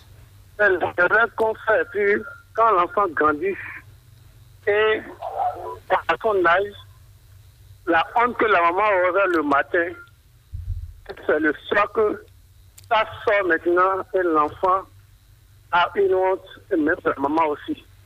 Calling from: Abomey-Calavi, Atlantique, Benin; Je vous appelle actuellement de Calavi, Zondja.

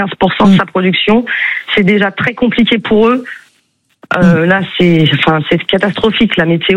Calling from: Braud-et-Saint-Louis, Nouvelle-Aquitaine, France; Je suis à Broye-Saint-Louis.

